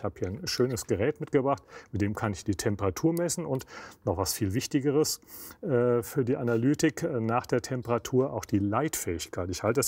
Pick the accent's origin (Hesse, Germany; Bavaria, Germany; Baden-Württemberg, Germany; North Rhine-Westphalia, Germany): Hesse, Germany; Also ich komme aus der Wetterau und kenne zum Beispiel auch die Nidda